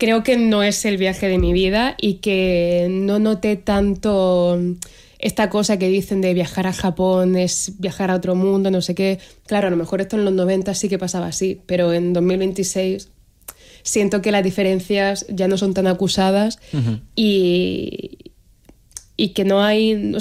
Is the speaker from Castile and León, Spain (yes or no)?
no; Cartagena, Region of Murcia, Spain